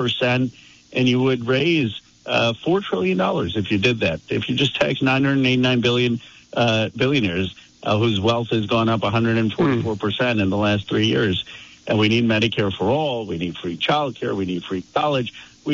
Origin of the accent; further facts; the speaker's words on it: Pennsylvania, United States; now in Silicon Valley, United States; the people I grew up with in Pennsylvania